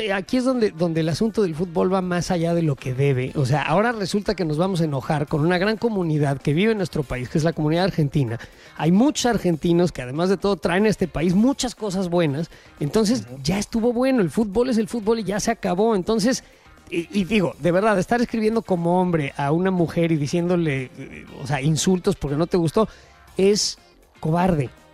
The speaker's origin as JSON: {"language": "Spanish", "country": "Mexico", "lives_now": "United States", "said": "O sea, la verdad es que muchos trabajamos en distintas cosas y nos va a unos mejor que otros y a unos les va espectacularmente."}